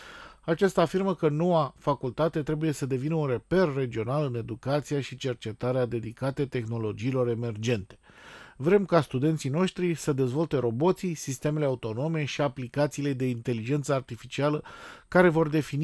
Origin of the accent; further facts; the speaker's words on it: Romania; nu neapărat noi ca români, dar noi în general în Europa